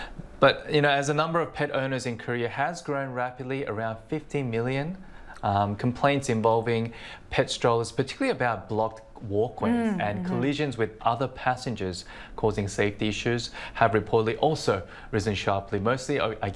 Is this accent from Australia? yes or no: yes; Australia; moved away; growing up in Australia